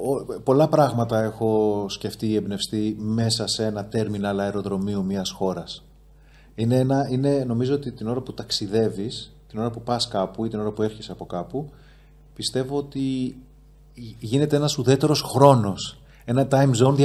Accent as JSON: {"language": "Greek", "town": "Heraklion", "region": "Crete", "country": "Greece", "tie": "born or raised there", "also_born_or_lived": "Athens", "said": "γεννήθηκα στην Αθήνα και έζησα τα πρώτα 4 χρόνια της ζωής μου. Μέχρι παιδικό σταθμό πήγα στην Κρήτη και προνήπιο, νομίζω."}